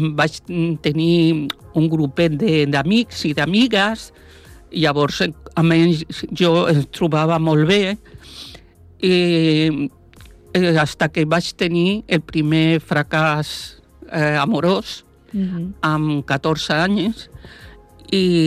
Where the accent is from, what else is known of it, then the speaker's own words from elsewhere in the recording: L'Hospitalet de Llobregat, Catalonia, Spain; moved away as an adult; also born or lived in Sant Cugat del Vallès; jo vaig néixer a Sant Cugat del Vallès, però als 2 anys ens van anar a l'Hospitalet de Llobregat i vaig estar allà fins que ens va casar.